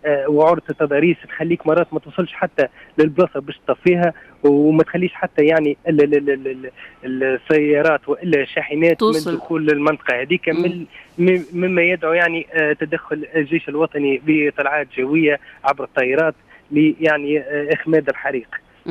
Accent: Tunisia

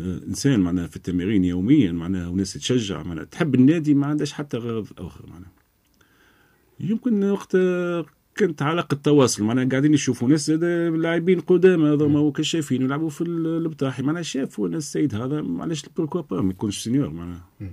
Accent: Gafsa, Gafsa Governorate, Tunisia; أنا من قفصة

